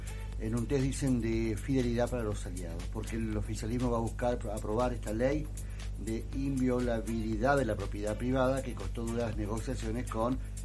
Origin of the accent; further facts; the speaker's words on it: Tucumán, Argentina; soy de Tucumán